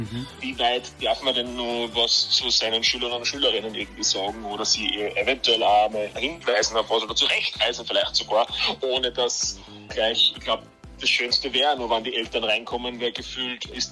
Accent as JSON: {"language": "German", "region": "Upper Austria", "country": "Austria", "said": "ich komme aus der Region Linz"}